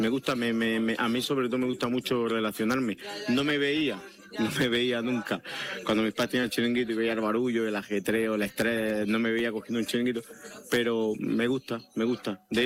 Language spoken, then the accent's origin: Spanish; Salobreña, Andalusia, Spain; born there; me encanta Salobreña, me encanta. ¿Qué te voy a decir? Es mi pueblo.